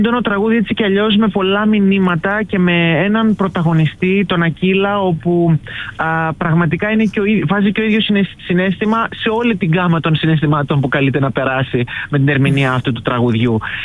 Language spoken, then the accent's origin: Greek; Greece; μόλις είπα ότι είμαι από την Ελλάδα